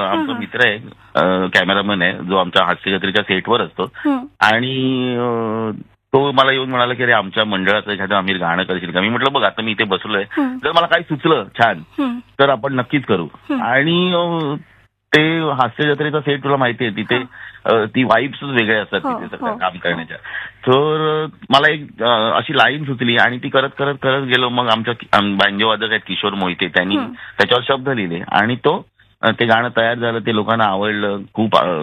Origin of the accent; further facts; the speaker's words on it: Mumbai, Maharashtra, India; म्हणजे मी लालबागचा आहे, मी गेली 10-15 वर्ष लालबाग मध्ये होतो. आता ह्या वर्षी मला केवळ म्हणजे काय म्हणतात ना की घर बदललं म्हणून मी कुर्ल्यात नेहरू नगरला आलोय, पण मनाने मी अजूनही लालबाग मध्येच आहे असतो.